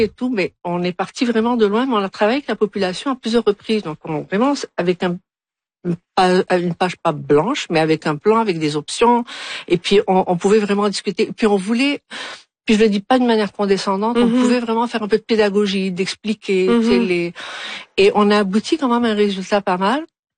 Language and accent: French; Algiers, Algiers Province, Algeria; je suis vraiment native d'Alger.